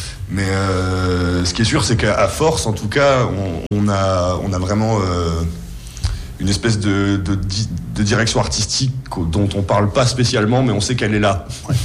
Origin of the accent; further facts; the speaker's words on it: Longwy, Grand Est, France; on vient tous les deux de Longwy.